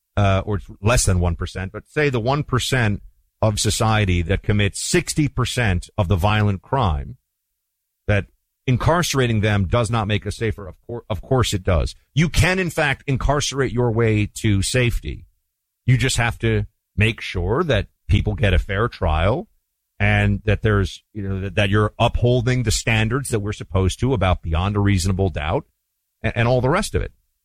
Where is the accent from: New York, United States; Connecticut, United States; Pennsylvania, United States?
New York, United States; New York City; This is a Democrat who could very well win a congressional seat in New York City, my hometown.